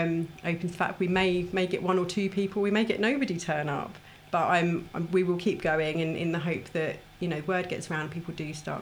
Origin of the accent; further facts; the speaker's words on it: Trowbridge, South West England, United Kingdom; I'm from Trowbridge myself.